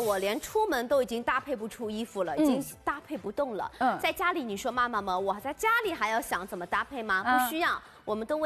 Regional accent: Shanghai, China; 因为阿拉上海人讲究睡衣嘛

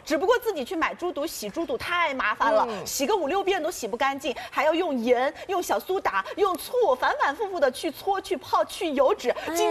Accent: China

